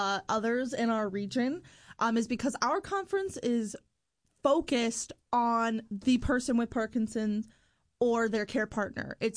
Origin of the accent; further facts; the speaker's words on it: Boone, Iowa, United States; I grew up in Iowa, and I went to Boone High School. Lived in Boone, yeah.